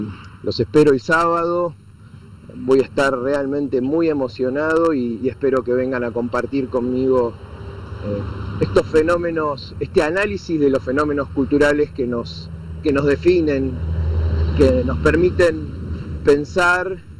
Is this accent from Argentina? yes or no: yes; Argentina